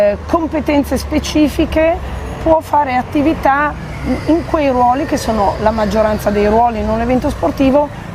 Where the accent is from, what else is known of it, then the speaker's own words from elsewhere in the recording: Imperia, Liguria, Italy; moved away as an adult; now in Taranto, Italy; Io sono di Imperia